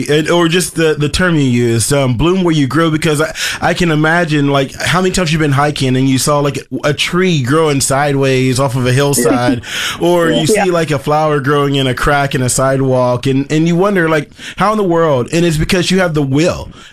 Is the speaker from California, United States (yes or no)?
no; West Virginia, United States; Like, because, like I said, growing up in West Virginia, I completely agree with you.